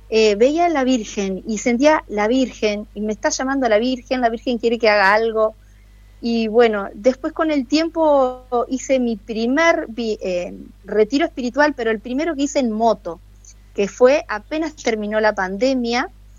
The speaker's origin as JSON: {"language": "Spanish", "town": "Santo Tomé", "region": "Santa Fe", "country": "Argentina", "said": "Bueno, soy de Santo Tomé, Santa Fe … mamá de 3 chicos y un nieto"}